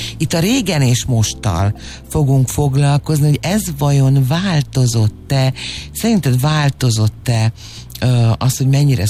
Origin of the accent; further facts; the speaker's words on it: Great Hungarian Plain, Hungary; én az Alföldről származom